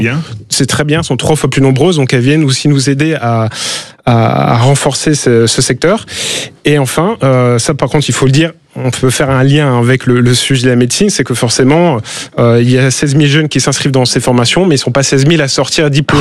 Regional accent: Grand Est, France; Moi, je suis Alsacien, je suis très fier de cette région-là.

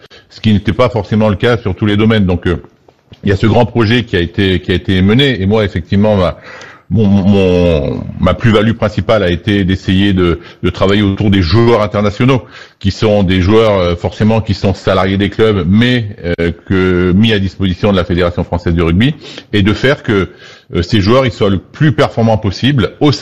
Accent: Auvergne-Rhône-Alpes, France; Moi, j'ai grandi en Auvergne, j'ai commencé le rugby à Vichy, pas très loin. Et comme tout jeune Auvergnat à l'époque

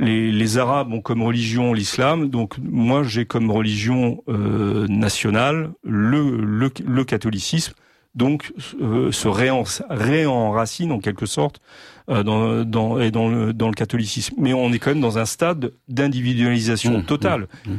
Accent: Normandy, France; Moi, je suis normand d'origine. Déjà, le terme que j'emploie indique beaucoup de choses. Je suis normand d'origine. Jusqu'à mes grands-parents, toute mon ascendance n'a vécu qu'en Normandie.

